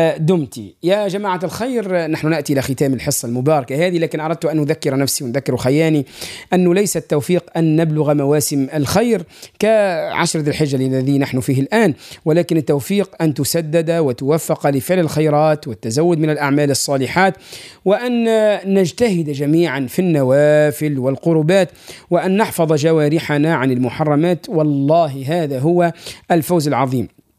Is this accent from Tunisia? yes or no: yes; Tunisia